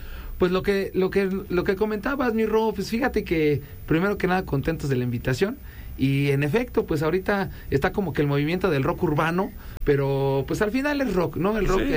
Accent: Huixquilucan, State of Mexico, Mexico; Nosotros somos originarios de Huixquilucan

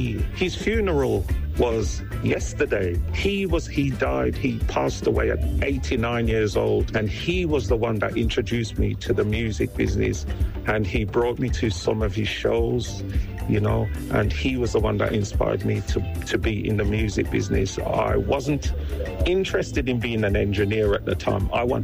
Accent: Birmingham, West Midlands, United Kingdom; born there; I was born in Birmingham, England.

